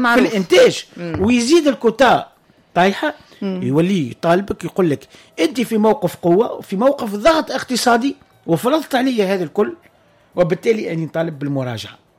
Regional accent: Tunisia; وإحنا زاد كذلك كتونسيين نطالبوا به الأنصاف في إدارة الموارد المشتركة

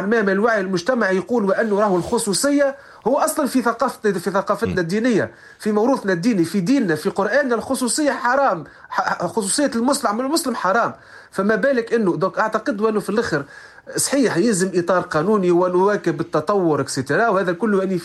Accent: Tunisia; اي انا موظف تونسي

